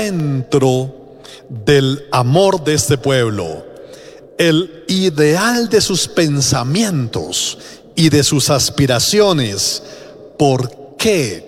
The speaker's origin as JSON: {"language": "Spanish", "country": "Ecuador"}